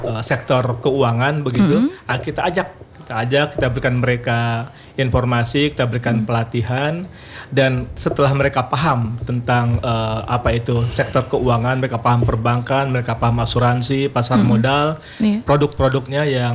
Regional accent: Riau, Indonesia; moved away; Saya kan asli Riau juga nih.

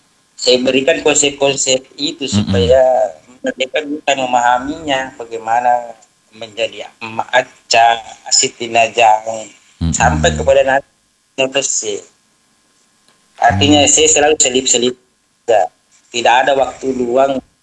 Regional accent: South Sulawesi, Indonesia; sebagai orang Bugis

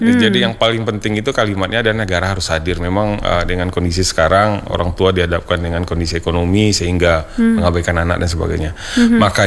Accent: Central Java, Indonesia; karena saya tadi udah cerita saya dari Jawa Tengah itu menggunakan media sosial.

